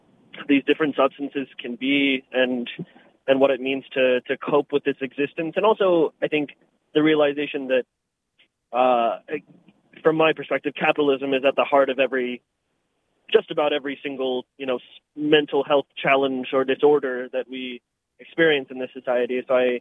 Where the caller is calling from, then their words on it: Takoma Park, Maryland, United States; I am calling from Tacoma Park, Maryland.